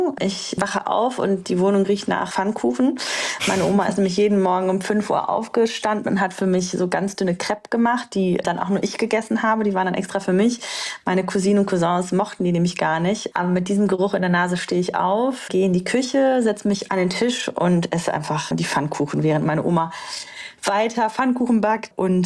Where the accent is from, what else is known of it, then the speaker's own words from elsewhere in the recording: Carpathians, Romania; moved away; also wir kommen sozusagen aus den Karpaten.